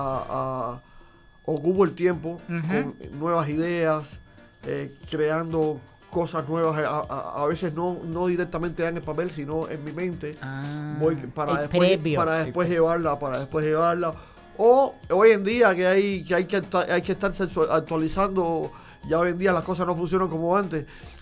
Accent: Havana, Cuba; born there; En La Habana, exactamente, en La Habana, Cuba, en el año 1970.

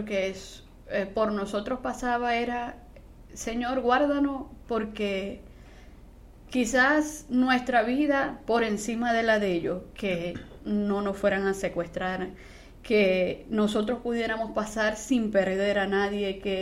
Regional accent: Venezuela; moved away as an adult; Mi esposo y yo, desde que nosotros salimos de allá

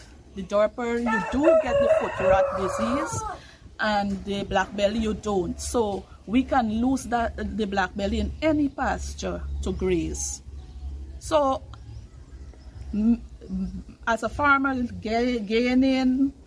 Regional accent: Lovely Lass, Mahaica-Berbice, Guyana; I'm from Lovely Lass, West Coast Burbies, Region 5. I'm a farmer who mind sheep

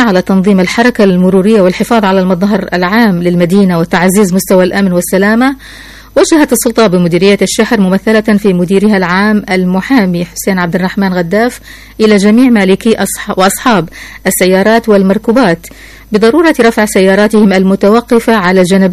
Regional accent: Hadramawt, Yemen; ونحن من حضرموت وفي حضرموت أيضا.

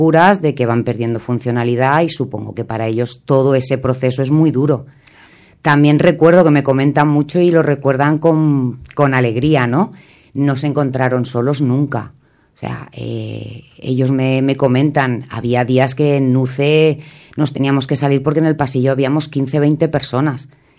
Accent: Montornès del Vallès, Catalonia, Spain; Y Montornés, ¿qué ha significado para mí? ¿Qué significa? Pues es mi pueblo. Yo me crié aquí, nací aquí, me casé aquí, tuve mis hijos aquí, trabajaba en Montornés, o sea, es mi pueblo

